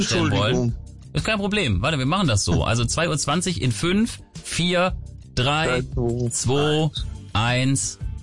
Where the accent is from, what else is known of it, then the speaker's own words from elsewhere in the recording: Hesse, Germany; Nein, ich habe ja gerade gesagt, ich komme aus Hessen.